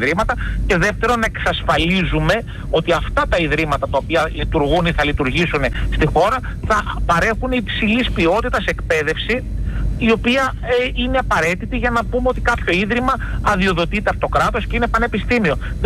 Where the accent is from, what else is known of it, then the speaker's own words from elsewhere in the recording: Thessaloniki, Central Macedonia, Greece; Εγώ μεγάλωσα στη Δυτική Θεσσαλονίκη